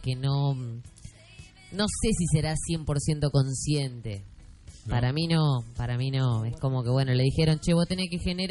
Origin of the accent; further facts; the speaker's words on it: Argentina; nos gusta a los argentinos